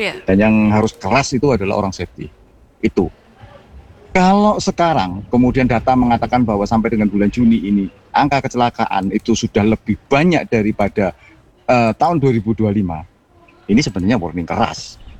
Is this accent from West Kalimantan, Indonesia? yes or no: no; Malang, East Java, Indonesia; Saya warga Malang